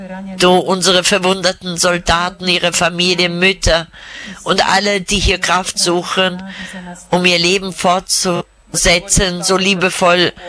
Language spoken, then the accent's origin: German; Ukraine; für die Jugendlichen aus meiner Heimat und für die Jugendlichen aus der ganzen Welt. Herr, ich bitte dich für die Jugendlichen aus meiner Ukraine